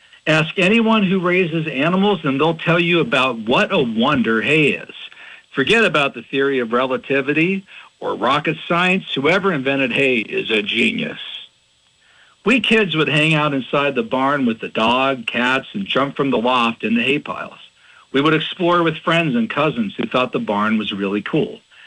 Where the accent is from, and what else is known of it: Butler, Pennsylvania, United States; born or raised there; also born or lived in Pittsburgh / Russellton